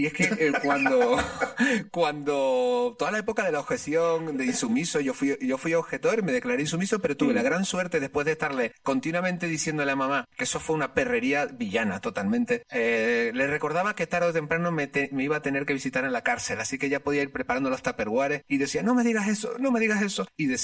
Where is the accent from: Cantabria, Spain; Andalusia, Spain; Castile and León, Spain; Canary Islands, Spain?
Canary Islands, Spain; La Palma; al menos yo lo que recuerdo mucho en La Palma, desde donde yo soy, eran latinos heavy